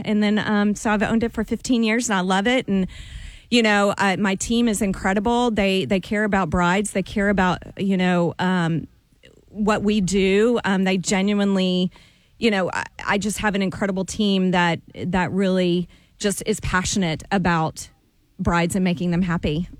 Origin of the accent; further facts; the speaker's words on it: North Little Rock, Arkansas, United States; And I grew up in North Little Rock, so I went to the Bridal Cottage, which is on JFK.